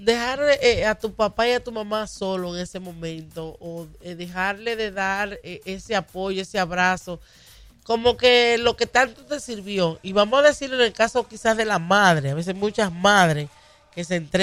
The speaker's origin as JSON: {"language": "Spanish", "country": "Dominican Republic", "moved": "yes"}